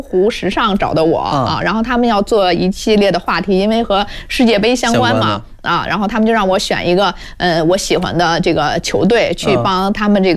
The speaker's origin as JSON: {"language": "Chinese", "region": "Beijing", "country": "China", "tie": "born or raised there", "said": "咱们北京地区，一方面是咱是自己家乡，二其实我的家乡是在周口店"}